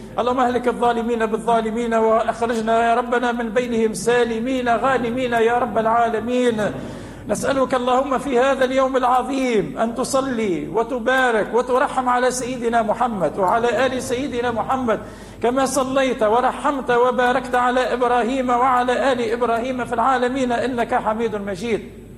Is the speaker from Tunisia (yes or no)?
yes; Tunisia; وأن يوحد قلوبنا كتونسيين نحو محبة بعضنا بعضا.